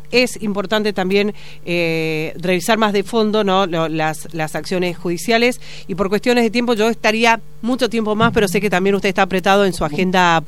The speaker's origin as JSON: {"language": "Spanish", "region": "Mendoza", "country": "Argentina"}